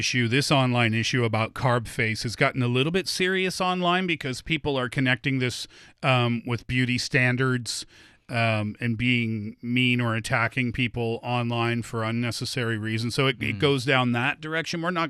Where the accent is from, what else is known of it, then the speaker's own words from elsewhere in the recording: Nova Scotia, Canada; now in China; Nova Scotia, where I'm from.